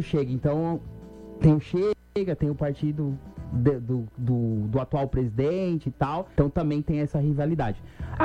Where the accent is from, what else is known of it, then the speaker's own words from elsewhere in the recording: São Paulo, Brazil; na verdade, eu sou paulistano, é muito, né?